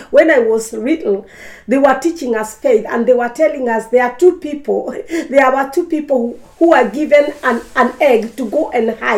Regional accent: Kenya; moved away; originally I'm from Kenya

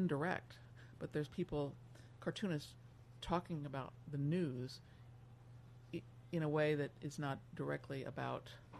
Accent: Washington, District of Columbia, United States; I grew up in Washington, D.C. during Watergate, so surrounded by politics

